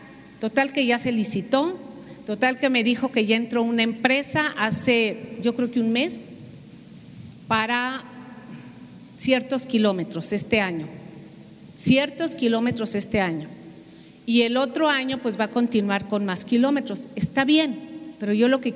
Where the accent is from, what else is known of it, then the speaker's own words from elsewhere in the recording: Veracruz, Mexico; demostrar lo que somos los veracruzanos